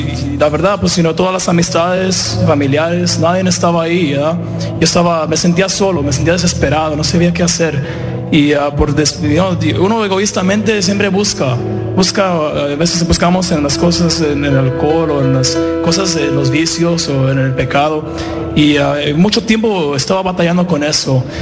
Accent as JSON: {"language": "Spanish", "town": "Valencia", "region": "California", "country": "United States", "said": "vengo de Valencia, Santa Clarita."}